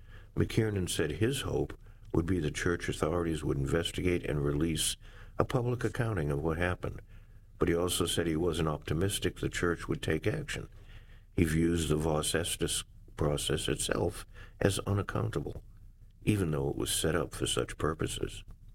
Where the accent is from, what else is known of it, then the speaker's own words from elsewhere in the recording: Worcester, Massachusetts, United States; Now, having been, born and raised in Worcester, I don't think Worcester considers itself part of metropolitan Boston